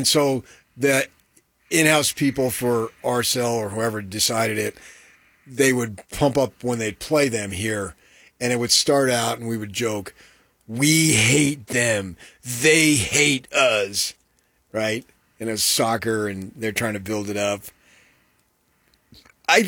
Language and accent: English; Arizona, United States; also born or lived in California; I mean, when I was growing up in Arizona and then when I moved to California, you knew a little bit about BYU